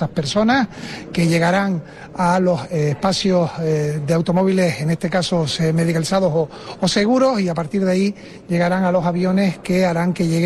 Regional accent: Canary Islands, Spain; Yo reconozco, soy canario

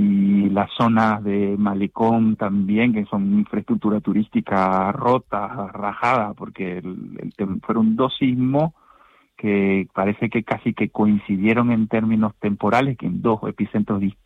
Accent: Venezuela; A veces, como venezolano, me pregunto qué habremos hecho mal nosotros, qué estamos pagando.

